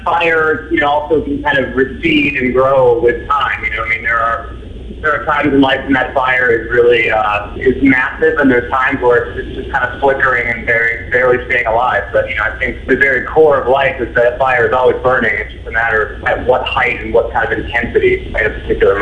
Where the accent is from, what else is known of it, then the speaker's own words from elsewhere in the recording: Pacific Northwest, United States; growing up in the Northwest certainly has had an effect on me as a person